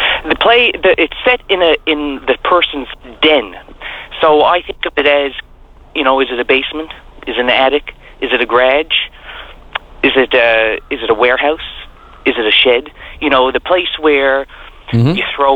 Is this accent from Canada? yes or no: yes; Bay Roberts, Newfoundland and Labrador, Canada; from Bay Roberts